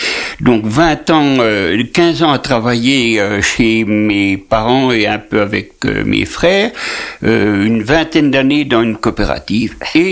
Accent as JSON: {"language": "French", "town": "Bué", "region": "Centre-Val de Loire", "country": "France", "tie": "born or raised there", "said": "Je suis né en 1947, j'allais dire à l'ombre d'un pied de vigne, mais au mois de février, il n'y a pas beaucoup d'ombre, dans un petit village qui s'appelle Bué. Bué, c'est un hameau, c'est un petit, une petite commune du canton de Sancerre."}